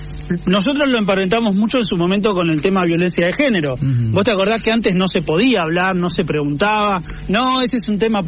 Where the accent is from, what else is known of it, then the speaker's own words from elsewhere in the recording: La Plata, Buenos Aires Province, Argentina; yo soy de La Plata